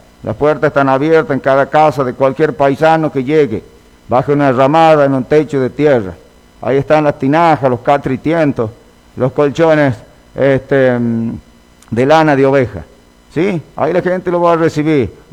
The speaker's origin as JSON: {"language": "Spanish", "town": "Pluma de Pato", "region": "Salta", "country": "Argentina", "moved": "yes", "said": "la gente que viene de nuestro querido Pluma del Pato."}